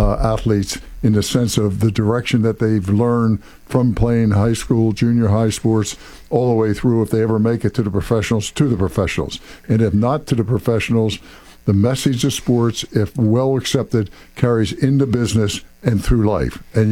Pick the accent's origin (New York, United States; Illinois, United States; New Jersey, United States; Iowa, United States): New Jersey, United States; I'm from South Jersey, and my high school team never lost for, like, 3 years.